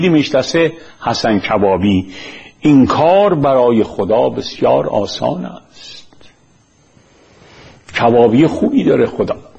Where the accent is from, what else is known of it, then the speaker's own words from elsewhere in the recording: Iran; moved away; من توی مملکتی بزرگ شدم